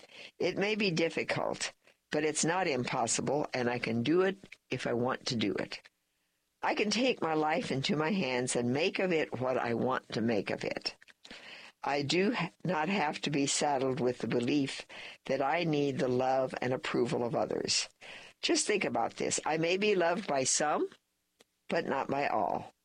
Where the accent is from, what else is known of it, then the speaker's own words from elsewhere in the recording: Alton, Illinois, United States; born there; It's a lovely thing that I was born in Alton.